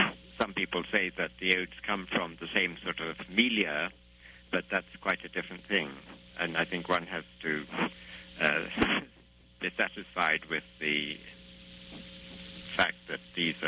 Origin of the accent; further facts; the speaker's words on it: England, United Kingdom; Being an Englishman